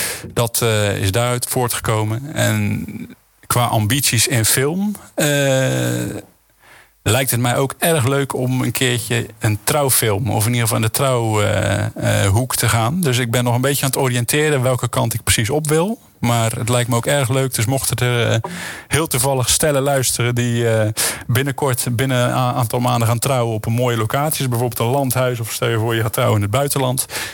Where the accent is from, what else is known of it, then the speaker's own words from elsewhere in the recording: Dordrecht, South Holland, Netherlands; Klopt. Geboren en getogen in Sterrenburg.